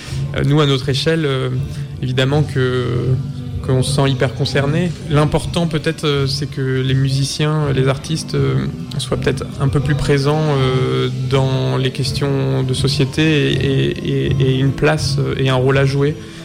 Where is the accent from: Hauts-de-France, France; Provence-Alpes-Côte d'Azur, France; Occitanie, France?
Hauts-de-France, France; une région que je connais bien parce que je viens de la Somme au départ, toute ma famille de longue date et de la Somme et Picarde.